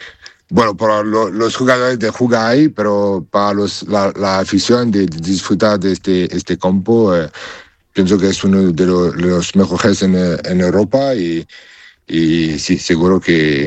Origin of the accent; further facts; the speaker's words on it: France; Spanish is a second language; Amigos, pero soy francés.